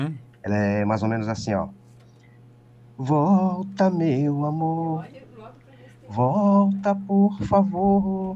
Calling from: Brazil; eu sou aqui do Caboatã

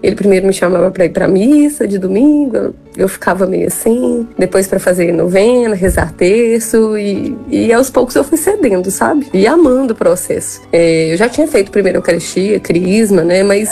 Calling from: Belo Horizonte, Minas Gerais, Brazil; eu falo de BH.

